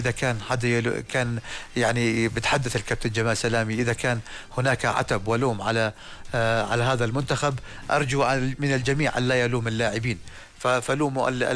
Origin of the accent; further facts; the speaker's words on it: Jordan; عندنا بالأردن